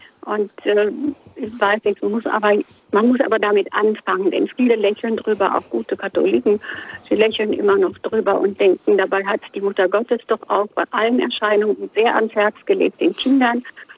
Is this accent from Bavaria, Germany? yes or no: no; Leipzig, Saxony, Germany; Ich war als Kind in Leipzig nach Flucht und Vertreibung, bin da in die Schule gegangen und ich war sehr glücklich, dass wir da eine gute katholische Gemeinde hatten mit einem gütigen alten Priester.